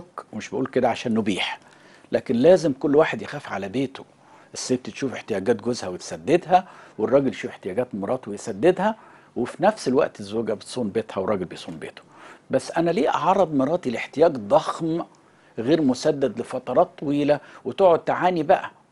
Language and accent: Arabic; Upper Egypt, Egypt; أنا صعيدي، أنا أبا عن جد صعيدي،